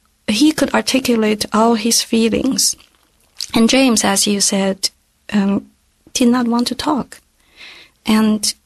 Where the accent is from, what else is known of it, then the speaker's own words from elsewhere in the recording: China; So I grew up in China, and for instance, when I was little, all the adults would say